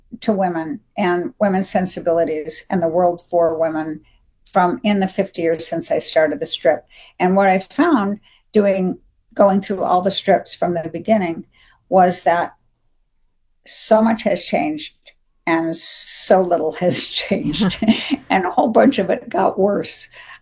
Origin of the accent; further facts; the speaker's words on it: Dayton, Ohio, United States; born there; moved away; Yeah, I was born in Dayton. My grandparents lived in Cleveland and Youngstown. So, you know, Ohio is home sweet home in a way.